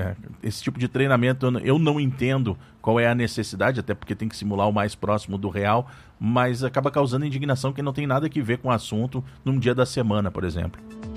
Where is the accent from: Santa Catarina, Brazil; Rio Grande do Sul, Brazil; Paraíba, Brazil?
Rio Grande do Sul, Brazil; now in Federal District, Brazil; lá no meu estado, lá no Rio Grande do Sul